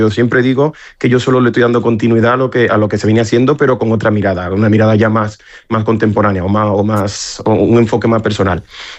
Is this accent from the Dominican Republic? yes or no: yes; Dominican Republic; que yo me presenté como dominicano.